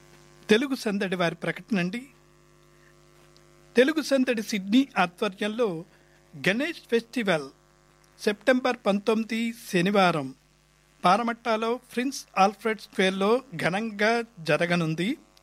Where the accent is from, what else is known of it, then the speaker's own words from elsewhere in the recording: Andhra Pradesh, India; మాది పాకు మాది పశ్చిమ గోదావరి జిల్లా వాణి వాళ్ళది